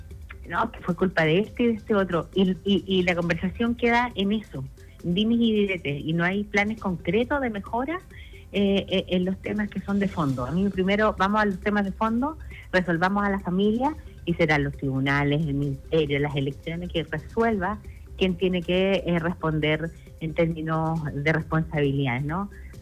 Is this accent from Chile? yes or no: yes; Chile; los dos somos chilenos